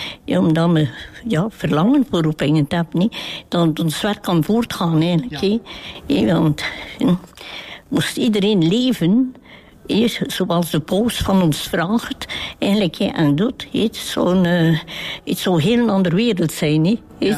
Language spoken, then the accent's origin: Dutch; Nieuwpoort, Flanders, Belgium; Van aan de kust, van Niepoort.